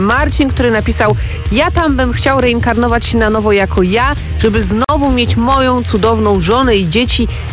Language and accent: Polish; Silesian Voivodeship, Poland; jako Ślązaczka, już tu kiedyś mówiłam, babcia mówiła do mnie ty motyko, jak byłam niegrzeczna